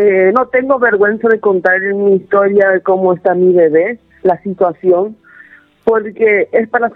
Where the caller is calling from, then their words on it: Pedro Juan Caballero, Amambay, Paraguay; somos de Pedro Juan